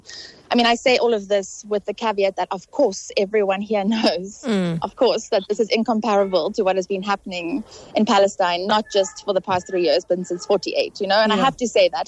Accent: South Africa; as a South African

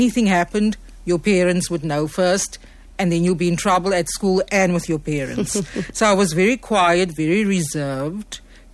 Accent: Oudtshoorn, Western Cape, South Africa; But I never grew up in Cape Town. I'm originally from Oudtshoorn.

